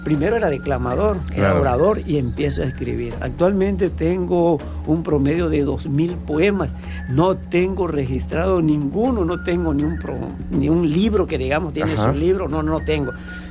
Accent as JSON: {"language": "Spanish", "town": "Frontera", "region": "Tabasco", "country": "Mexico", "tie": "born or raised there", "also_born_or_lived": "Mexico City", "said": "Nací en el Distrito Federal, pero solamente fue por un periodo de tiempo muy corto y de ahí regresé a mis orígenes, a Tabasco específicamente, al municipio de Centla, la cabecera municipal de Frontera. De ahí soy, ahí llevé casi todos mis estudios."}